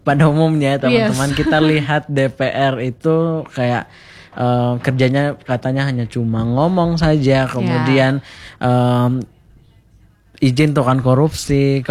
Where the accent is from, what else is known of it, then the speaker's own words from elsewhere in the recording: Sumba, East Nusa Tenggara, Indonesia; saya anak-anak Sumba yang dari pelosok